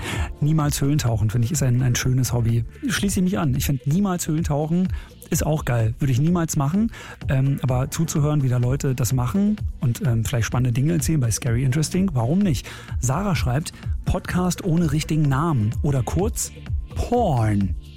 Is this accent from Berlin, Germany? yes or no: yes; Berlin, Germany; born there; Damit hast du natürlich absolut recht, muss ich als gebürtiger Berliner so sagen.